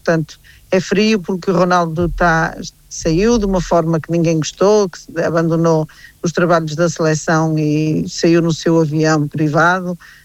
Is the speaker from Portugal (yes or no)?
yes; Portugal; E a mim, enquanto português, enquanto fã incondicional do futebol português, isto deixa-me triste